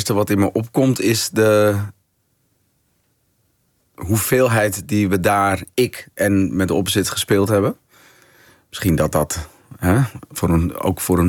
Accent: De Rijp, North Holland, Netherlands; born there; ja, ja, ik ben geboren in Noordeinde, het Rijp.

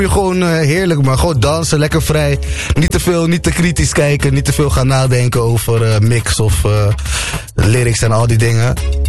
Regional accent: Capelle aan den IJssel, South Holland, Netherlands; Nee, ik kom uit Capelle.

